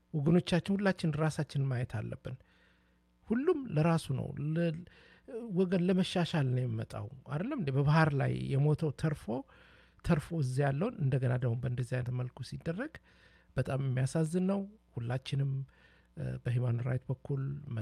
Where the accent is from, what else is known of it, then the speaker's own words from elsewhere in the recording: Dire Dawa, Ethiopia; እኔ ድሬዳዋ ውስጥ ተወልጄ ያደግኩ ነኝ።